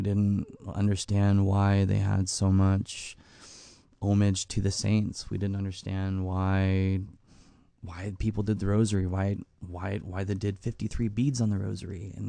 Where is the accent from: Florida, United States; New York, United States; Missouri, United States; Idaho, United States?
Idaho, United States; Twin Falls; Yeah, so I was born and raised in the Magic Valley, Twin Falls, Idaho, Jerome, Hanson. And from about ages of, you know, being born to about seven, we were in the Southern Baptist Church.